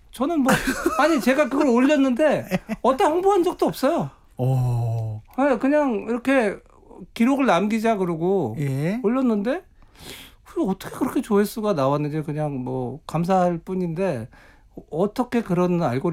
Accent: Incheon, South Korea; 아, 이게 제가 이제 고향이 인천인데

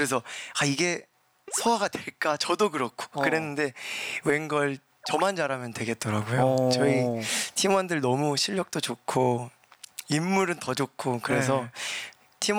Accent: Namwon, North Jeolla, South Korea; 전북 남원이십니다.

